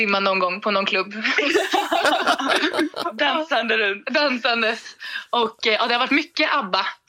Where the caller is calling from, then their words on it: Borås, Västra Götaland County, Sweden; Just nu är vi i Göteborg, men vi kommer från Borås.